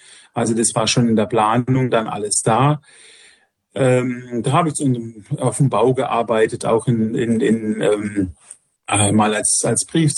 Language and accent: German; Freiburg, Baden-Württemberg, Germany; born there; also born or lived in Stuttgart; Gebürtig komme ich aus Freiburg und habe dann auch für mich da allein gelebt.